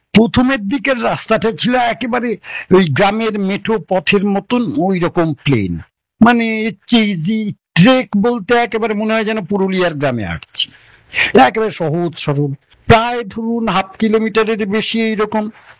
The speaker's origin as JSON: {"language": "Bangla", "town": "Belgharia", "region": "West Bengal", "country": "India", "tie": "born or raised there", "said": "আমার বাড়ি বেলঘরিয়া।"}